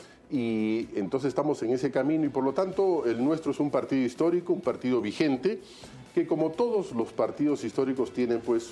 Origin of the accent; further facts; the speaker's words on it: Arequipa, Peru; now in Lima, Peru; yo soy un limeño, obviamente, por elección, pero yo soy arequipeño, vine muy joven, como la mayoría de los provincianos, a Lima, a, obviamente, estudiar.